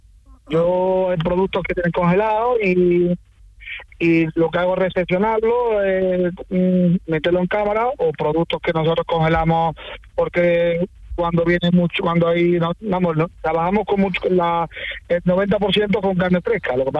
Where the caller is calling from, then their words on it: Posadas, Andalusia, Spain; Yo soy de Posada.